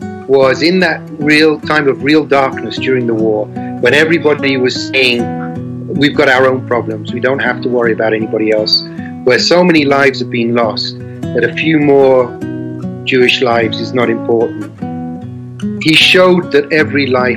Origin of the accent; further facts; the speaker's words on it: England, United Kingdom; moved away as an adult; now in Philippines; I've lived here for 30 years. And I'm a Jew, and I grew up in England in the 60s and 70s.